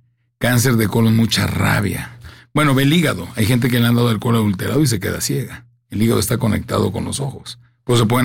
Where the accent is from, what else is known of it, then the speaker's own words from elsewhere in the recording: Tijuana, Baja California, Mexico; Yo crecí en Tijuana.